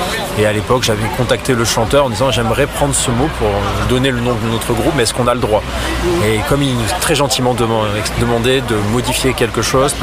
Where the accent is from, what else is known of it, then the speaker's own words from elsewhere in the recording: Southern France, France; nous, on vient du sud de la France.